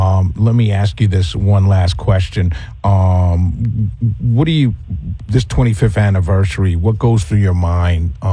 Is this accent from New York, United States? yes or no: yes; New York, United States; I know what they meant to me as a New Yorker. What did they mean to you? The World Trade Center, because to many of us who are from New York, they were more than just office buildings.